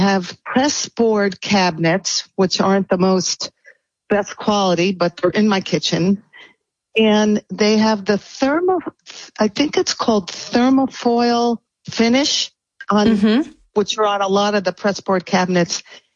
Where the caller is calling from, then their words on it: San Diego, California, United States; from California in the Del Mar area in San Diego.